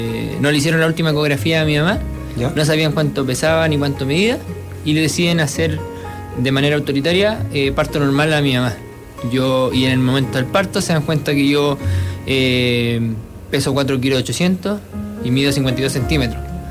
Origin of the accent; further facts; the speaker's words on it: Hualpén, Biobío, Chile; moved away as an adult; also born or lived in Talcahuano; now in Santiago, Chile; nací en Talcahuano, pero viví toda mi vida en Hualpén hasta los 23 años que llegué acá a Santiago, aquí al Hotel Cara, la Residencia Deportiva.